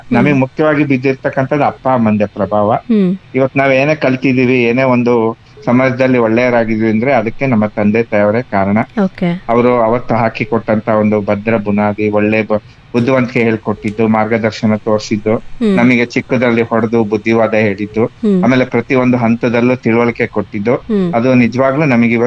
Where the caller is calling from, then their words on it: Shivamogga, Karnataka, India; Vidyanagar, Shivamogga.